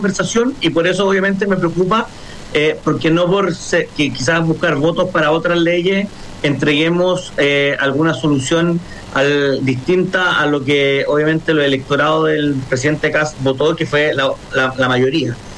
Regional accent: Traiguén, Araucanía, Chile; also born or lived in Los Sauces; Yo tengo 34 años, el problema está hace 30, la violencia. Me crié teniendo una Araucanía en llamas

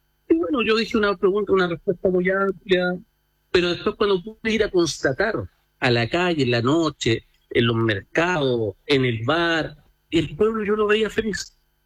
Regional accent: Chile; lo que nosotros como chilenos le podemos ofrecer desde nuestros grandes poetas

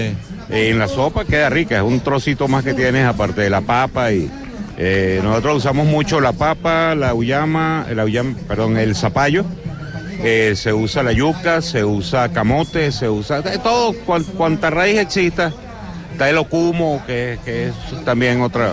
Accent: Venezuela; moved away as an adult; now in Curicó, Chile

